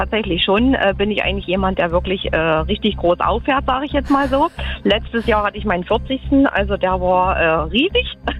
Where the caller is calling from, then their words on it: Schenkenberg, Saxony, Germany; Also ich komme aus der Nähe von Delitzsch, aus Schenkenberg.